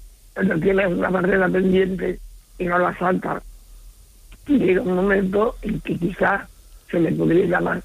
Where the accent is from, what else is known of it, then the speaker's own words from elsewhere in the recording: Córdoba, Andalusia, Spain; now in Alicante, Spain; Estoy en Alicante, pero soy cordobés.